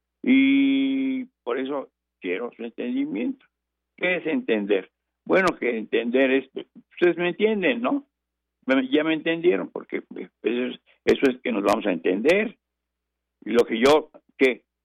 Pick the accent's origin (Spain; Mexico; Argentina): Mexico